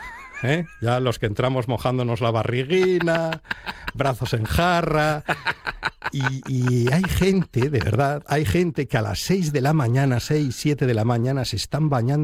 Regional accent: Avilés, Asturias, Spain; also born or lived in Oviedo; now in Gijón, Spain; Yo nací por accidente en Oviedo, me crié en Avilés, me considero avilesino, y llevo viviendo media vida en Gijón.

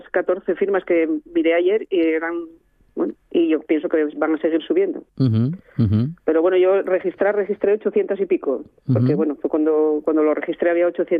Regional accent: Arriondas, Asturias, Spain; nosotros, por ejemplo, que somos de Arriondas

